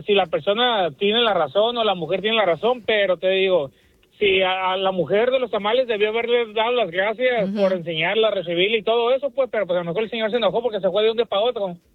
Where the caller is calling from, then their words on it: Tijuana, Baja California, Mexico; de Tijuana.